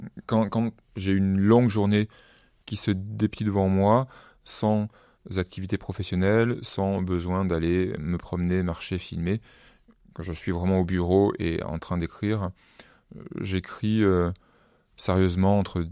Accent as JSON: {"language": "French", "town": "Avignon", "region": "Provence-Alpes-Côte d'Azur", "country": "France", "tie": "born or raised there", "also_born_or_lived": "Var", "said": "je suis né à Avignon, je suis au cœur de ma terre natale."}